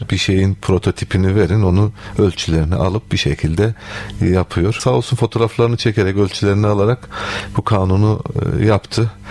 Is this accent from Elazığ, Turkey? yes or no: yes; Elazığ, Turkey; moved away as an adult; also born or lived in Erzurum; Ben Elazığ'da doğdum.